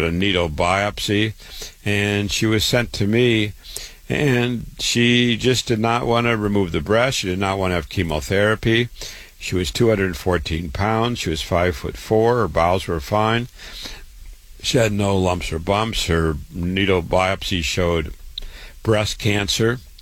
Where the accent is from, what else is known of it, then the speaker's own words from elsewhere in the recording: Waterloo, Iowa, United States; born there; I was born in Waterloo, Iowa, went to university, public schools first, and then, of course, university, medical school